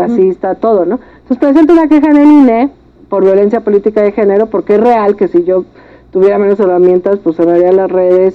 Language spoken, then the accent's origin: Spanish; Mexico; como mexicanas y mexicanos, ¿no? Somos parte de una historia, y este momento de la historia de nuestro país